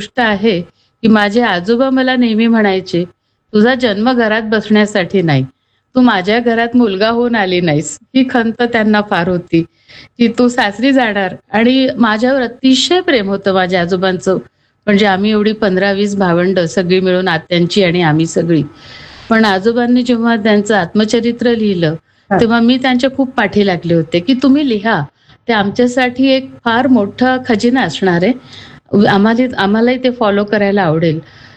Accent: Chopda, Maharashtra, India; माझं माहेर जळगाव जिल्ह्यातलं चोपडा येथील. आम्ही सगळे मोठ्या एकत्र कुटुंबात वाढलो

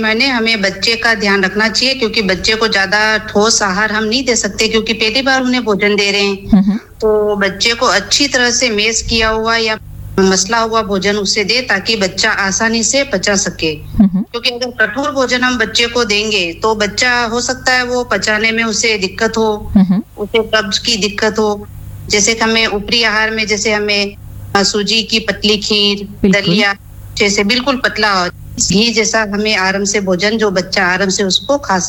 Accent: Sajjangarh, Rajasthan, India; मैं सज्जनगढ़ ब्लॉक से हूँ।

